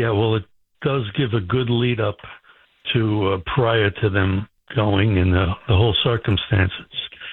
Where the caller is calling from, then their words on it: New York City, New York, United States; I am from New York City.